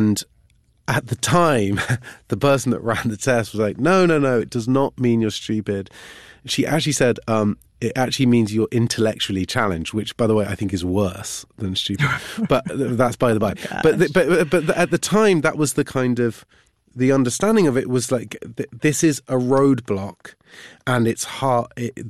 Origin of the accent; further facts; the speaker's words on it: Cheltenham, South West England, United Kingdom; I had a really great upbringing in that town, and my dad was an English teacher at my school.